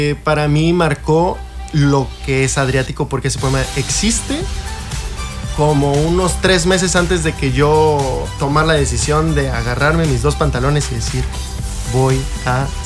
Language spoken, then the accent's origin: Spanish; Cancún, Quintana Roo, Mexico; Pero realmente yo soy de Cancún. O sea, yo soy de Cancún. Mis vivencias de la vida han sido aquí. Yo me enamoré de la música aquí en Cancún. Yo hice toda mi vida en Cancún